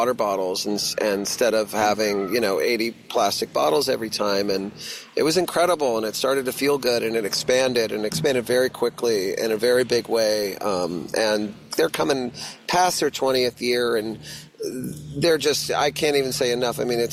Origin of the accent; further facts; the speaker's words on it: Texas, United States; now in Vermont, United States; Well, I'm actually from Texas, and we didn't have the salmon in Texas.